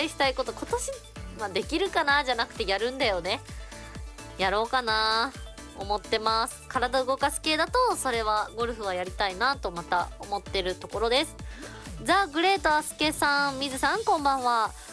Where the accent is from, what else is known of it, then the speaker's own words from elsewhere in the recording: Yamanashi, Japan; こちらもぜひ山梨、私の地元でございます、遊びに来てくれたら嬉しいです